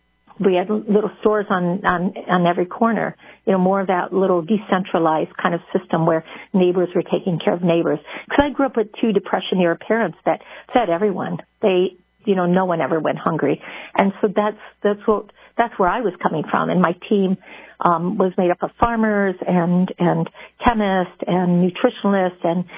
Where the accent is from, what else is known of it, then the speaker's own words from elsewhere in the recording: Allegan County, Michigan, United States; moved away as an adult; I grew up as a farm kid in Allegan County